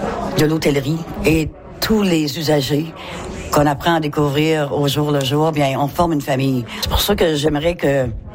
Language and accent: French; Quebec, Canada; Moi, je viens de la Gaspésie, j'ai rencontré des gens de la Côte-Nord, j'ai rencontré des gens de la Pocatière, du Nouveau-Brunswick, puis on a tissé des liens.